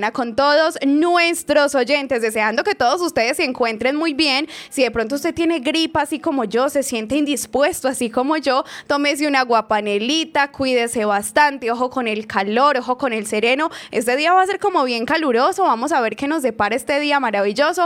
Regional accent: Fredonia, Antioquia, Colombia; moved away; Voy a estar allá en mi pueblo, voy a estar en Fredonia

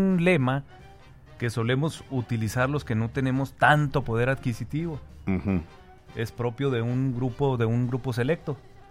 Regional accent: Mexico; un mes importante para nosotros como mexicanos

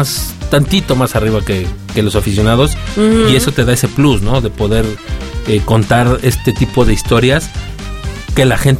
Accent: Mexico; todo lo que vivimos como mexicanos en esta Copa del Mundo

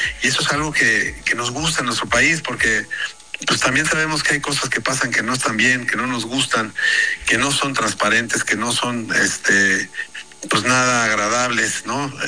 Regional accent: Mexico; nos une como mexicanos

